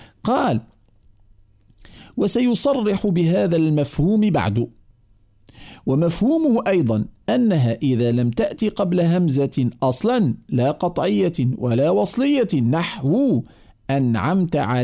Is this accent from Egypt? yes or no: no; Tunisia; إذن لماذا قدم الإسكان عندنا في تونس؟